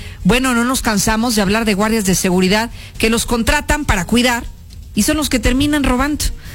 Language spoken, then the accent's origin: Spanish; Encarnación de Díaz, Jalisco, Mexico; now in Aguascalientes, Mexico; los que venimos de Encarnación de Díaz